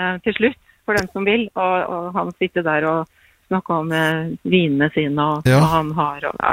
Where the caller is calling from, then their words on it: Fredrikstad, Østfold, Norway; Vi er en gjeng fra Hvaler Fredrikstad, 8 stykker, som skal kose oss her hele helgen.